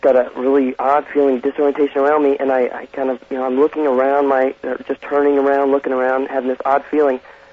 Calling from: Overland Park, Kansas, United States; Yeah, Art, I'm calling from Overland Park, Kansas.

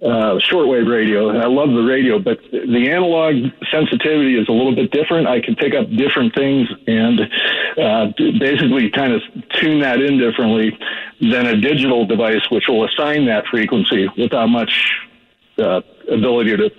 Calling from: Wildwood, Georgia, United States; in Wildwood, Georgia, longtime listener, first-time caller.

